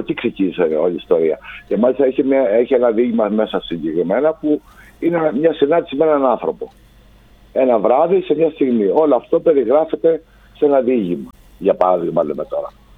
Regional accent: Central Greece, Greece; born there; Είμαι από το Φτιόλτα, έχω γεννηθεί, οπότε είμαστε συντοπίτες, όπως λέγαμε.

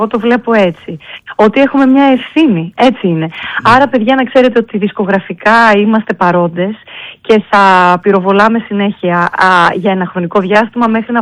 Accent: Crete, Greece; moved away; ήταν Κομόπολη το μέρος που μεγάλωσα στην Κρήτη.

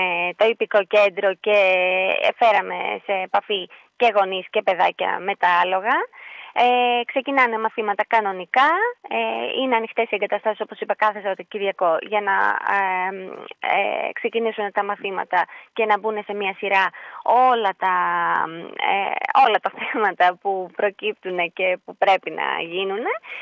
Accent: Ioannina, Epirus, Greece; εγώ δεν είμαι από την περιοχή, είμαι από Ιωάννινα.

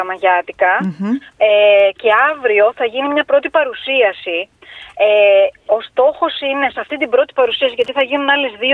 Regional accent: Greece; σε ένα κληροδότημα στο χωριό μου στη Θήλια

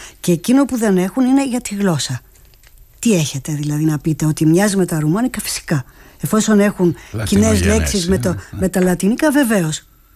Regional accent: Thessaly, Greece; στο χωριό μου στην Ορεινή Καλαμπάκα έχουμε τοπονύμια Σλάβικα.

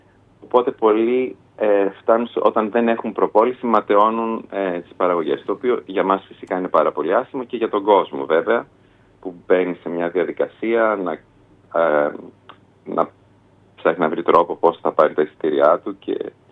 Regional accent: Afytos, Central Macedonia, Greece; εγώ που γεννήθηκα εδώ στην Άφητο

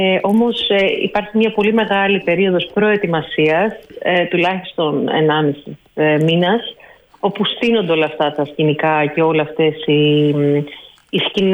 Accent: Greece; now in Vienna, Austria; ως Έλληνες που ζούμε στην Αυστρία και στη Βιέννη συγκεκριμένα

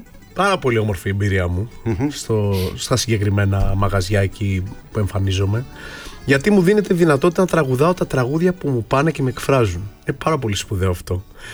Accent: Aliveri, Central Greece, Greece; moved away; Γιατί είμαι από την Εύβοια, γεννήθηκα

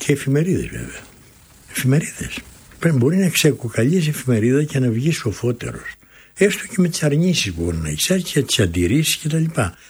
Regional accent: Lamia, Central Greece, Greece; Πρέπει να ήμουνα στην πρώτη-τελευταία τάξη του Δημοτικού, στην πατρίδα μου τη Λαμία

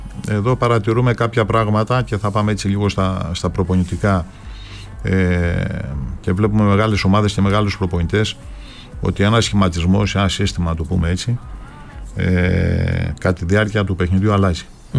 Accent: Greece; Εγώ σαν Έλληνας προπονητής

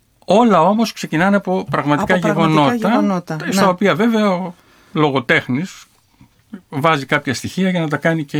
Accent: Tavros, Attica, Greece; born there; από εκεί που γεννήθηκα, από τον Ταύρο, από την παραγωγητονιά του Ταύρου, που γεννήθηκα μέσα σε μια παράγκα

